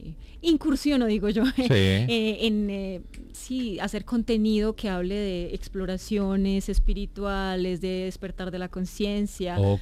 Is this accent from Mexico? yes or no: no; Colombia; lo que somos como colombianos y latinoamericanos.